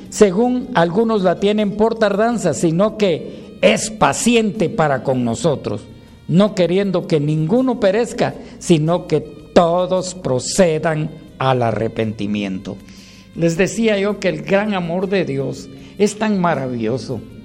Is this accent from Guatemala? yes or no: yes; Guatemala; da vergüenza oír esas noticias de mi pueblo, usted, Guatemala.